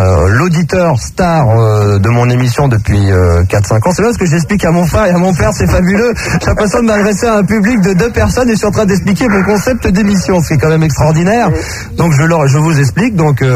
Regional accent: Versailles, Île-de-France, France; born there

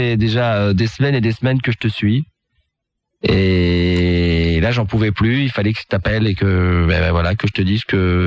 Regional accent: Carpentras, Provence-Alpes-Côte d'Azur, France; Oui, je suis de Carpentras aussi, ouais.

